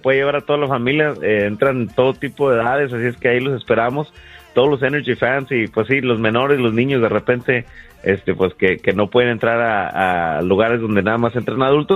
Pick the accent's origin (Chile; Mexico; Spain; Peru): Mexico; San Luis Potosí; moved away; esas agrupaciones que somos allá de San Luis Potosí